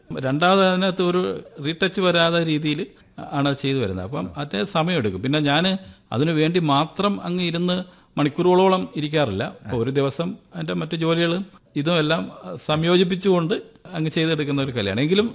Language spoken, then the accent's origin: Malayalam; Hariharapuram, Kerala, India; ഇങ്ങനെയുള്ള ഒരു പ്രകൃതി രമണീയമായ ഹരിഹരപുരം എന്ന എന്റെ ഗ്രാമത്ത് ജനിച്ചു വളർന്നതിന്റെ ആ ഗുണം കൂടി എനിക്ക് തീർച്ചയായിട്ടും